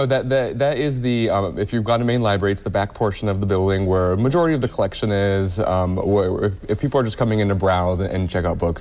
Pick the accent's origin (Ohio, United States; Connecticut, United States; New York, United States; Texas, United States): Ohio, United States; Coldwater; also born or lived in 419 area code, northwest Ohio; I actually spent most of my life so far in the 419. I was originally from a small town called Coldwater, Ohio.